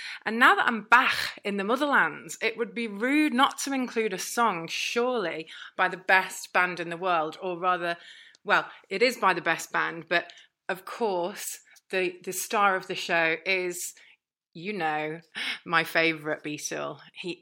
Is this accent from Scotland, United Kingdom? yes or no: no; Liverpool, North West England, United Kingdom; moved away; I've had to come back to convalesce in my hometown of Liverpool.